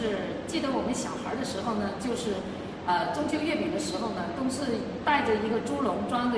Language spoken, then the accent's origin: Chinese; Guangdong, China